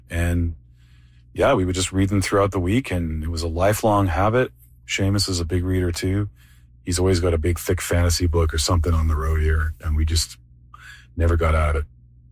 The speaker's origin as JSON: {"language": "English", "town": "Saskatoon", "region": "Saskatchewan", "country": "Canada", "said": "We're from Saskatoon, Saskatchewan. We play rock and roll music."}